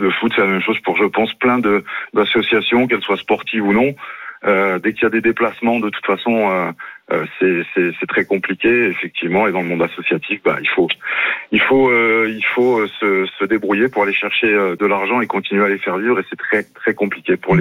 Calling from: Hauts-de-France, France; Je vous appelle de la région Hauts-de-France.

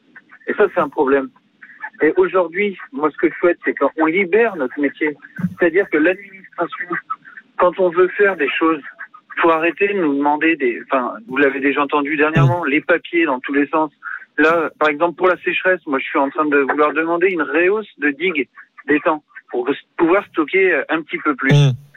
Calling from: Pays de la Loire, France; je suis en Vendée sur des eaux de surface

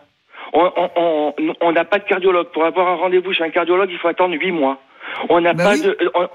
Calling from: Nouvelle-Aquitaine, France; chez nous, dans le Médoc

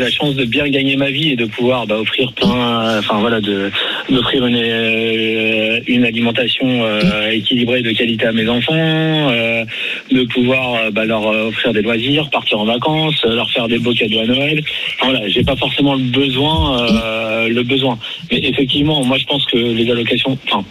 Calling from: Puteaux, Île-de-France, France; j'habite à Puteaux. Une ville où, on est plutôt bien dans nos dans les services et dans les infrastructures.

